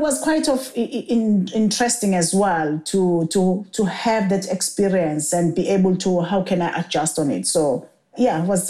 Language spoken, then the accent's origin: English; Durban, KwaZulu-Natal, South Africa; because I'm from Durban